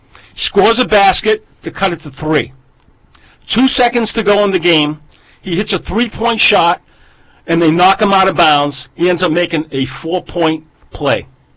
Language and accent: English; Massachusetts, United States; because I grew up in Massachusetts.